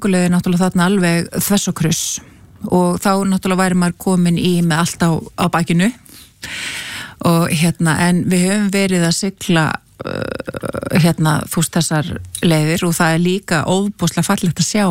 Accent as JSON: {"language": "Icelandic", "town": "Mosfellsbær", "region": "Capital Region", "country": "Iceland", "tie": "born or raised there", "said": "þá var ég að stýra svona verkefni upp í Mosfellsbæ, mínum heimabæ um heilsueflandi samfélag"}